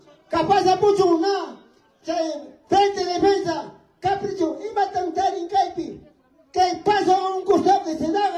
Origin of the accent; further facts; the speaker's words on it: Tarcanayo, Ayacucho, Peru; soy de Tarcanayo.